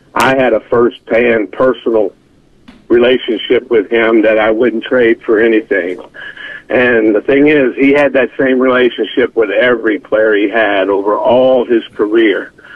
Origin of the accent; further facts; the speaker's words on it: Biloxi, Mississippi, United States; to bring minor league baseball to my hometown.